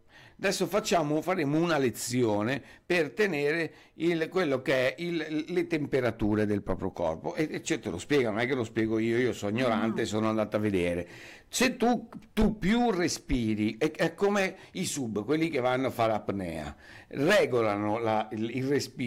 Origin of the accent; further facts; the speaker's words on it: Venice, Veneto, Italy; anch'io cresciuto a Venezia